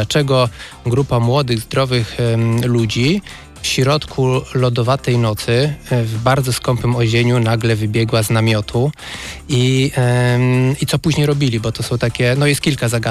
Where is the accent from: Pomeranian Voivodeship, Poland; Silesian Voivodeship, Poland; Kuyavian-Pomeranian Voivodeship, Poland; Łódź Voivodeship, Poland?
Łódź Voivodeship, Poland; Łódź; pochodzę z Łodzi